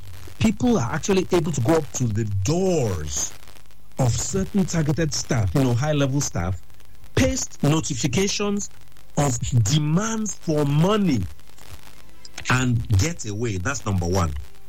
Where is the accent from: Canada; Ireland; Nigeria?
Nigeria